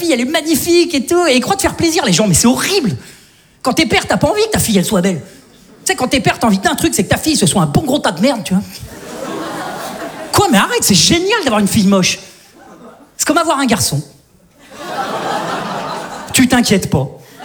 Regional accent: Saint-Étienne, Auvergne-Rhône-Alpes, France; Tu vois, moi, je viens de Saint-Etienne. Tu vois. Globalement, chez nous, t'as faim, tu prends une arbalète, tu vas chasser, ça s'arrête là, quoi.

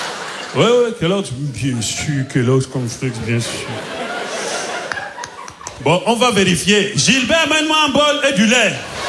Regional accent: Cameroon

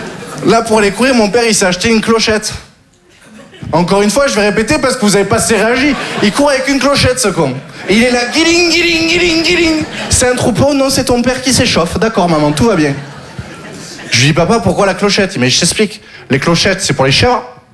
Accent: Occitanie, France; Je viens du Sud, j'ai grandi dans le Gard.

